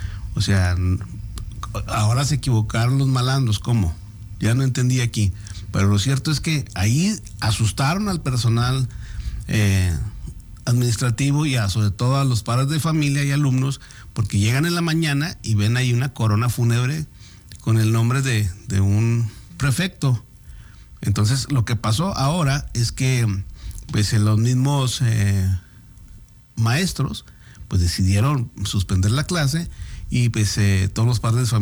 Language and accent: Spanish; Ciudad Juárez, Chihuahua, Mexico